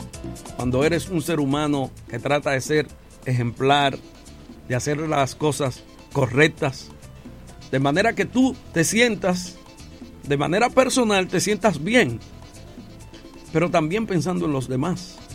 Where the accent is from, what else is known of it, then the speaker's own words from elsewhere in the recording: Dominican Republic; now in New York, United States; lo que somos nosotros los dominicanos, una mezcla